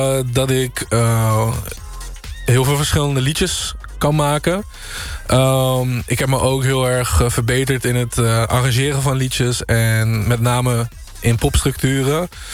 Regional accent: North Brabant, Netherlands; ik kom uit Brabant.

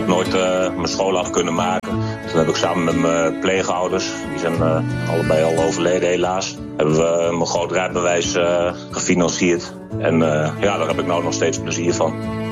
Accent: Zwolle, Overijssel, Netherlands; Ik kom uit Zwolle. En ik ben vrachtwagenchauffeur. Ik ben 47 jaar oud. Alleenstaand.

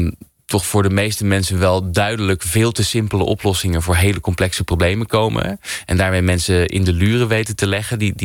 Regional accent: Netherlands; En we zijn als Nederlanders toch wel erg gevoelig voor het gevoel, er wordt ons iets afgepakt, terwijl we het eigenlijk heel erg goed hebben.

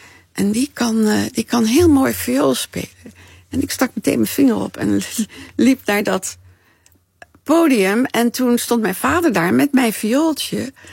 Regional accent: Haarlem, North Holland, Netherlands; born there; also born or lived in Utrecht; Ja, via Utrecht, maar ik ben in Haarlem geboren.

